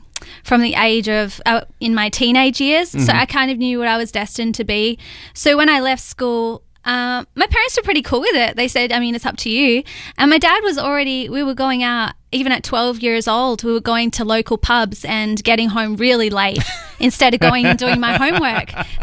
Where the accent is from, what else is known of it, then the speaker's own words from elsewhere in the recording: Perth, Western Australia, Australia; Yeah, I was born and raised in Perth, Australia, which is the West Coast for the Americans that are listening. And very similar to California weather.